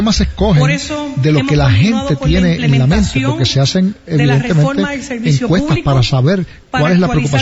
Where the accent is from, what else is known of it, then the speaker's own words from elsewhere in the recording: Puerto Rico; porque todos somos puertorriqueños